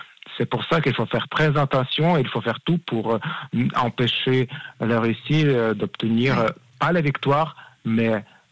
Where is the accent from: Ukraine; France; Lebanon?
Ukraine; moved away